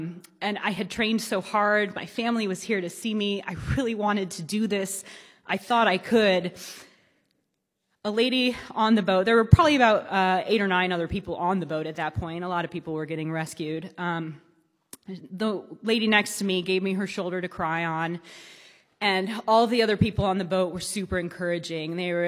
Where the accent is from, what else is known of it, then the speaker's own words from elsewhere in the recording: Michigan, United States; My best friend from growing up in Michigan surprised me at the end.